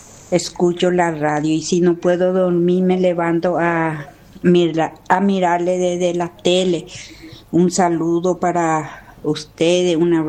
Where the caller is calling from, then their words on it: Santa Rita, Alto Paraná, Paraguay; de Santa Rita y vivo sola.